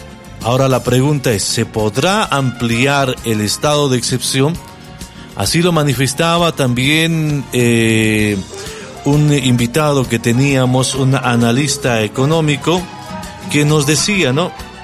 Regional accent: Bolivia; ¿Los bolivianos seremos tan cautos, pregunto yo, tan cautos para aguantar otro estado de excepción?

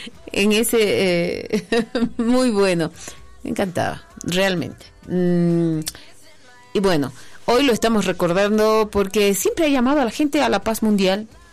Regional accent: Bolivia; aquí nosotros como bolivianos

